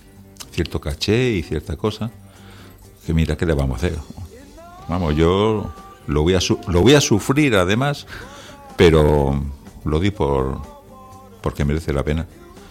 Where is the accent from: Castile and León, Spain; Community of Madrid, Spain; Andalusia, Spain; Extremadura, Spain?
Andalusia, Spain; Almería; Yo soy de Almería.